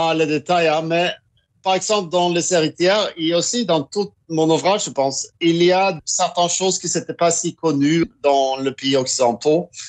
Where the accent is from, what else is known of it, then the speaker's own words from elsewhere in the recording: Oslo, Norway; born there; French is a second language; also born or lived in Kirkenes, Norway; je suis grandi quand je viens d'Oslo, la capitale de la Norvège, mais je suis grandi 5 ans dans une petite ville qui s'appelle Kirkenes. C'est une ville à la frontière russe